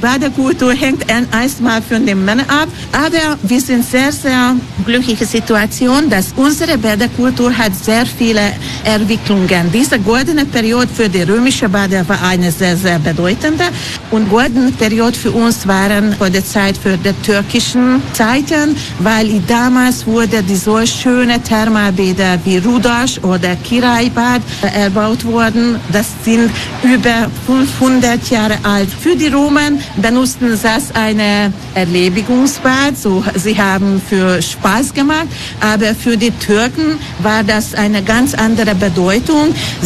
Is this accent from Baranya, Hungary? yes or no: no; Budapest, Hungary; German is a second language; aber bei uns in Ungarn, in Budapest, finden sie Ilice